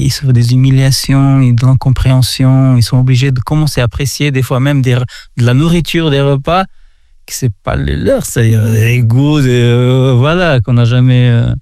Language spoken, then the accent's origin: French; Portugal; now in Geneva, Switzerland; moi, je suis portugais d'origine